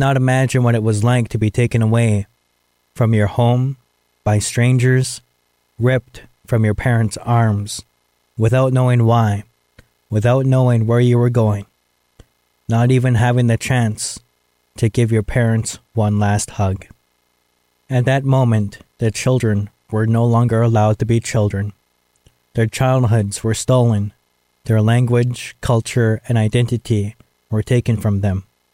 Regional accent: British Columbia, Canada; I am from the Haiza Nation and also from the Kidisu Heihe's Nation.

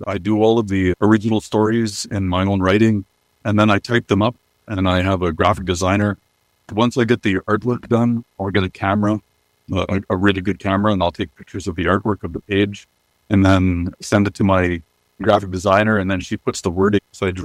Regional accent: Canada; I read comic books when I was a kid growing up on the Rez.

